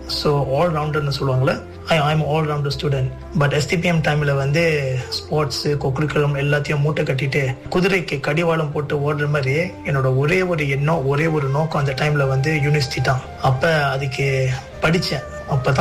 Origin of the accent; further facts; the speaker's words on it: Seberang Jaya, Penang, Malaysia; பிறந்தது வளர்ந்தது எல்லாமே சப்ராங் ஜயா பிராய் பினாங் என்ற இடத்துல தான்.